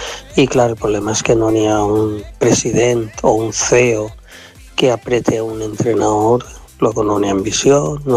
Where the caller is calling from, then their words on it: Carcaixent, Valencian Community, Spain; de Carcaixent.